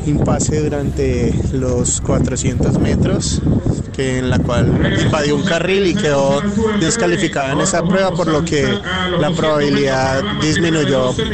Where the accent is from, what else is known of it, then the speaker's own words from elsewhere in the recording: Colombia; No, yo soy colombiano.